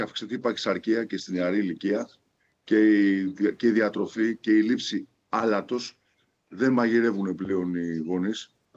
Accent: Kalamata, Peloponnese, Greece; Στην Καλάματα είμαι εδώ, έχουμε ένα συνέδριο και είχαμε εδώ. Είμαι από Καλάματα σας.

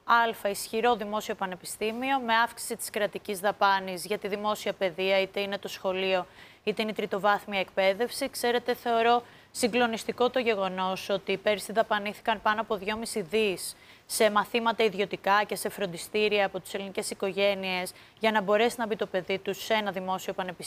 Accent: Attica, Greece; Και από εκεί κατάγομαι

